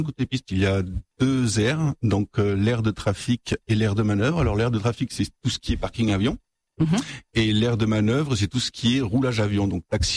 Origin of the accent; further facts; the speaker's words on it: Provence-Alpes-Côte d'Azur, France; moved away as an adult; now in Nantes, France; je viens de la région niçoise. Avant de venir à Nantes, j'ai travaillé 20 ans à l'aéroport de Nice. Et donc en 2022, je suis venu relever un challenge.